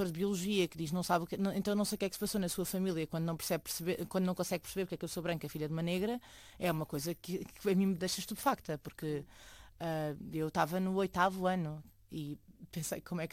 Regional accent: Lisbon, Portugal; born there; eu nasci em Lisboa, mas eu não tenho relação nenhuma com Lisboa.

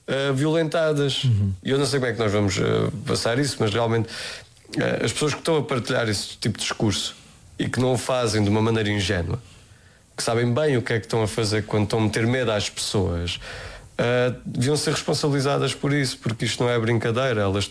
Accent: Entroncamento, Santarém, Portugal; born or raised there

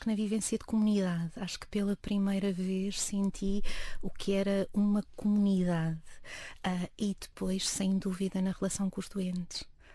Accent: Mértola, Alentejo, Portugal; Eu sou do Conselho de Mértola, de uma das freguesias do Conselho de Mértola, portanto o Alentejo muito profundo. Foi lá que nasci, foi lá que eu vivi os primeiros anos da minha vida.

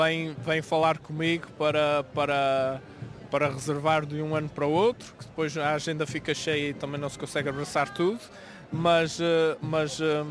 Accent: Praia da Vitória, Azores, Portugal; Sou da Praia da Vitória, mas sou terceirense no fundo.

